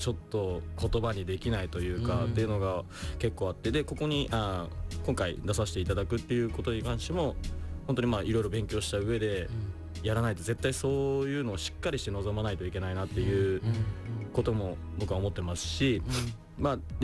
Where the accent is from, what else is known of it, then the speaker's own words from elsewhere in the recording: Hiroshima, Japan; いずれ僕も広島県民として、まあ、そこの広島の魂は全然あるので